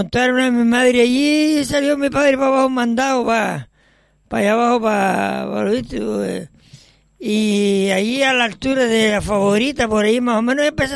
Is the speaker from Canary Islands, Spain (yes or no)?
yes; Las Palmas de Gran Canaria, Canary Islands, Spain; No, yo soy de Las Palmas.